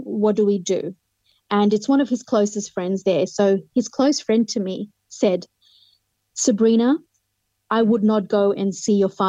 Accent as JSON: {"language": "English", "town": "Hampstead", "region": "London", "country": "United Kingdom", "tie": "born there", "said": "And I said, oh, well, I was born in Hampstead, London."}